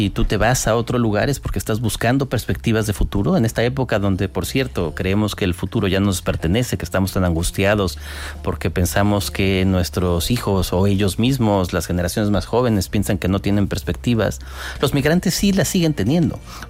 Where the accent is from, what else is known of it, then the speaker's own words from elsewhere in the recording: Mexico; moved away as an adult; now in Spain; soy mexicano y soy español, porque español. Uno puede ser muchas cosas simultáneamente, pero bueno, en cualquier caso, sí. La mía es una historia privilegiada de migración, de venir a estudiar primero en España y luego de pasar muchos años aquí